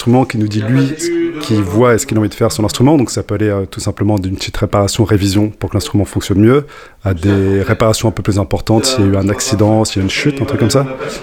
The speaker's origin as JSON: {"language": "French", "town": "Compiègne", "region": "Hauts-de-France", "country": "France", "said": "Laurent, il est de Quimper, moi je suis de Compiègne."}